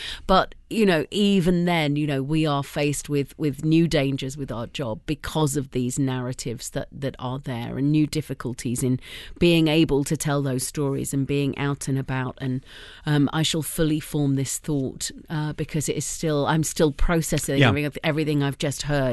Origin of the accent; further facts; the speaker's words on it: United Kingdom; because I'm British and do not have the, you know, the false.